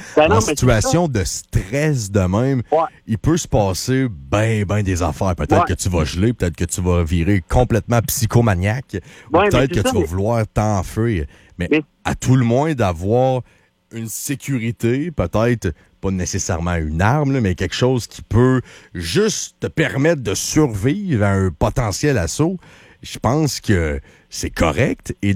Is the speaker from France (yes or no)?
no; Quebec, Canada; chez nous au Québec, dans notre petit Québec